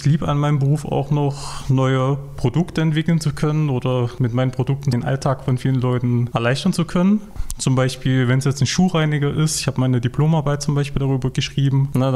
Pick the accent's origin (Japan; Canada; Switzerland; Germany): Germany; Rotenkirchen, Saxony; Ich komme aus Rotenkirchen, das ist im Vogtland.